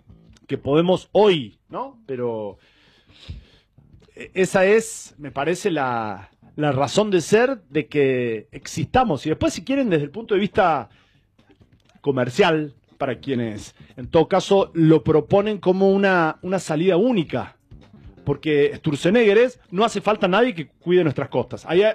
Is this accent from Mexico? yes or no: no; Argentina